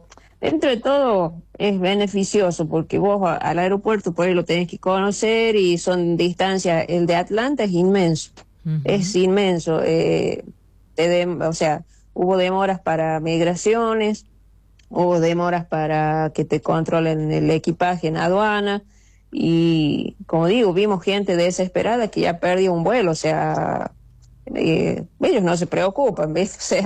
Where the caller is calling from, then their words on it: Chilecito, La Rioja, Argentina